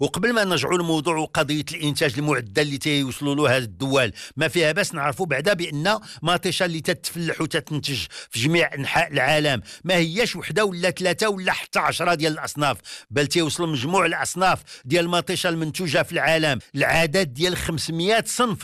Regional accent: Morocco; عندنا في بلادنا المغرب

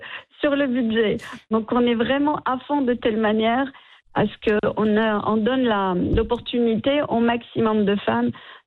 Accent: Morocco; Et on est marocain

